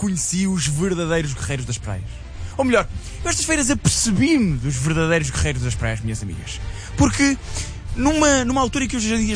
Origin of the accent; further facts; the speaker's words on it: Cacela Velha, Algarve, Portugal; born there; a praia onde eu cresci